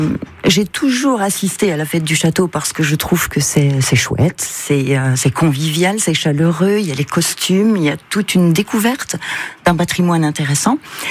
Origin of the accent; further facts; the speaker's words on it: Bourgogne-Franche-Comté, France; moved away as an adult; also born or lived in Héricourt; je suis originaire du Doubs à la base. Je suis venue à Héricourt il y a une paire d'années maintenant pour des motifs professionnels. J'ai apprécié cette ville, je m'y suis installée, j'y ai résidé pendant très longtemps et j'ai encore des attaches importantes.